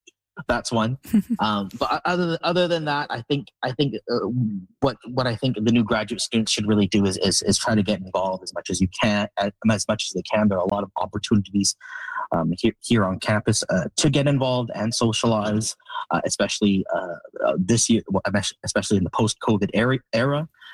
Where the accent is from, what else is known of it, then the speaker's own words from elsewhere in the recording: Vancouver, British Columbia, Canada; moved away as an adult; now in Saskatoon, Canada; She's from Toronto and I'm from Vancouver